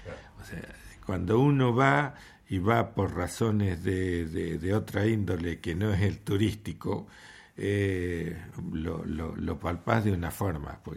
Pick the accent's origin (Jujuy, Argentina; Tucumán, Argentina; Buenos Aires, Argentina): Buenos Aires, Argentina; born there; Yo nací en Capital Federal.